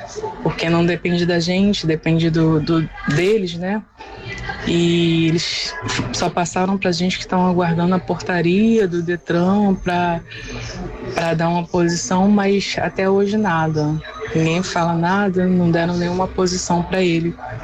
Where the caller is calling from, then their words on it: Nova Iguaçu, Rio de Janeiro, Brazil; eu sou de Nova Iguaçu.